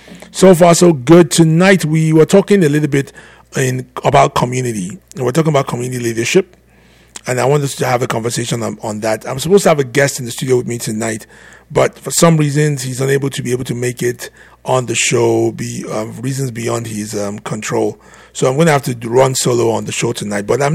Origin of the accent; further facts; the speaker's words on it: Nigeria; moved away; we come all the way from Nigeria, from Africa